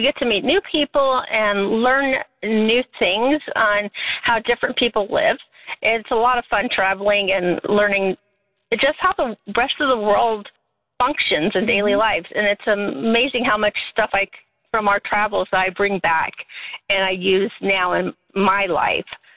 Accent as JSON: {"language": "English", "region": "Illinois", "country": "United States", "tie": "born or raised there", "also_born_or_lived": "Germany", "moved": "yes", "lives_now": "Alaska, United States", "said": "I grew up in Southern Illinois, and the humidity is awful."}